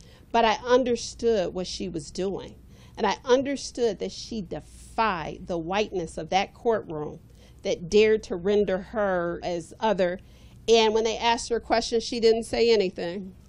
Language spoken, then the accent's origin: English; Ohio, United States; I'm from Ohio.